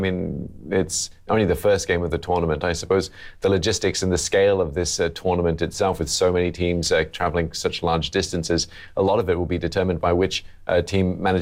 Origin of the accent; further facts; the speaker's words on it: Australia; Yeah, as an Aussie, I suppose you would say that.